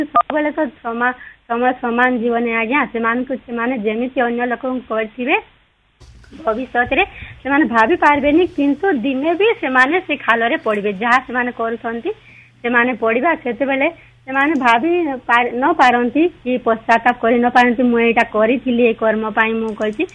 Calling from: Bargarh, Odisha, India; ଆଜ୍ଞା ମୁଁ ବରଗଡ଼ରୁ

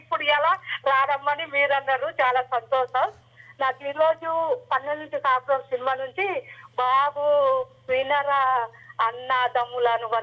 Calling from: Kothagudem, Telangana, India; నేను కొత్తగూడెం బూడిదగడ్డ నుంచి మాట్లాడుతున్నాను సార్.

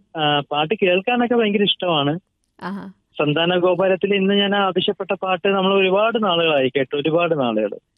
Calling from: Kilikolloor, Kerala, India; ഞാൻ കൊല്ലം ജില്ലയിലെ കിളികല്ലൂർ നിന്നാണ് വിളിക്കുന്നത്.

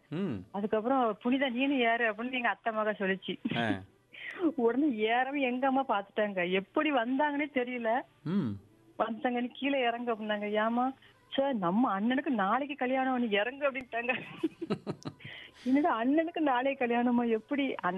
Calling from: Thirukkurungudi, Tamil Nadu, India; நீ எந்த ஊரு அப்படின்னா, நாங்க திருக்குறுங்குடி அப்படின்னு சொன்னேன்.

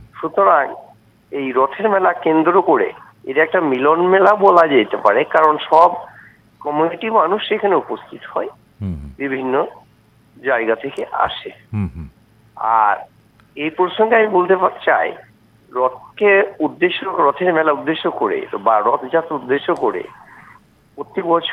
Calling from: West Bengal, India; আমি পশ্চিমবঙ্গ বীরভূম থেকে

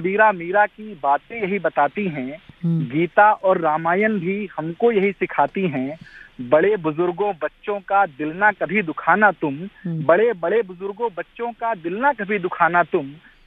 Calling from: Fatehpur, Uttar Pradesh, India; और जनपद फतेहपुर उत्तर प्रदेश के रहने वाले हैं।

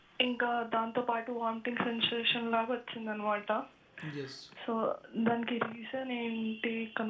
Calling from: Hyderabad, Telangana, India; నేను హైదరాబాద్ నుంచి మాట్లాడుతున్నాను.

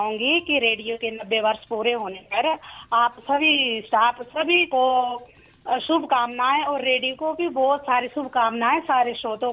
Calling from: Baijnath, Himachal Pradesh, India; बैजनाथ गांव सोनपुर से बात कर रही हूँ।

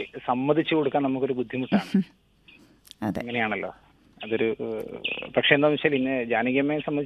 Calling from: Narikkuni, Kerala, India; സ്ഥലം നരിക്കുനിയാണ്.

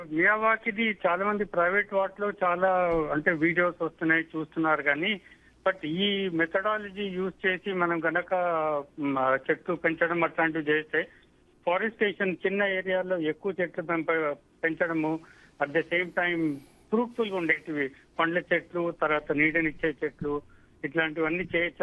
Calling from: Hyderabad, Telangana, India; నాది హైదరాబాద్ అండి.

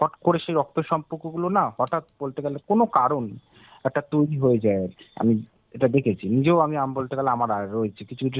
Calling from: Kolkata, West Bengal, India

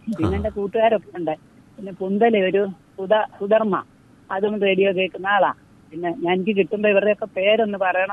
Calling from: Chengannur, Kerala, India; Chengannur കാരക്കാടുന്ന് വിളിക്കുവാ.

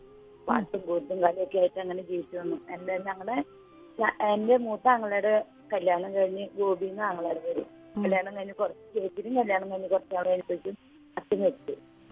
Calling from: Perumbavoor, Kerala, India

